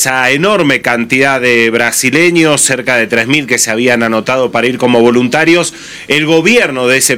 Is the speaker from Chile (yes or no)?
no; Argentina; Nosotros como argentinos